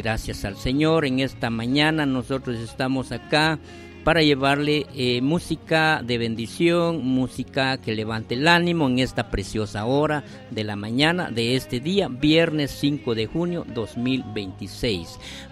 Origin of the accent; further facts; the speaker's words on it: San Juan Sacatepéquez, Guatemala Department, Guatemala; allá en mi pueblo también, allá en San Juan Zacatepeques